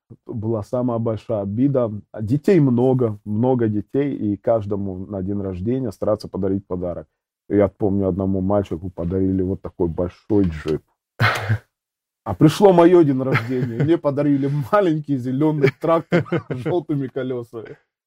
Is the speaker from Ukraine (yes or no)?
yes; Ukraine; born there; но когда я родился на Украине, в те времена, 1985 год